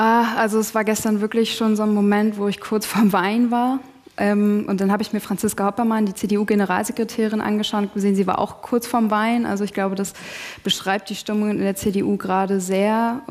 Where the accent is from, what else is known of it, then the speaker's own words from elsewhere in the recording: East Germany, Germany; ich habe jetzt eine Meinung, ich bin Ostdeutsche und ich muss das ein bisschen mehr in den Vordergrund stellen und für ostdeutsche Interessen kämpfen.